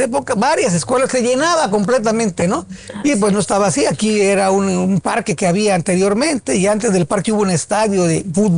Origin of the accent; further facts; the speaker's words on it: Chiapas, Mexico; porque somos parte de México.